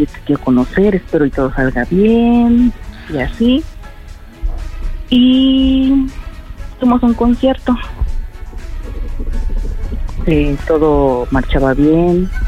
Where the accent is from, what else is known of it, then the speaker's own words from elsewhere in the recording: Mexico City, Mexico; Soy de la Ciudad de México del Sur.